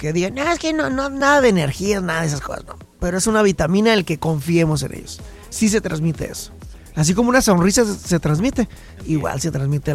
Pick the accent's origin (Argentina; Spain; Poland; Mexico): Mexico; que de repente como buen mexicano nos gusta, somos muy, nos de repente somos muy valientes, ¿no?